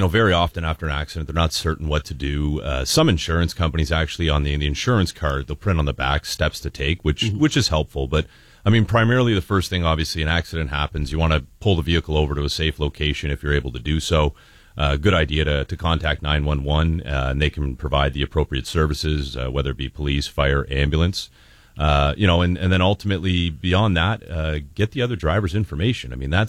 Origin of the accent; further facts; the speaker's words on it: Lakeshore, Ontario, Canada; that's kind of the area I grew up out in Lakeshore there, so it was nice to bring the office kind of close to home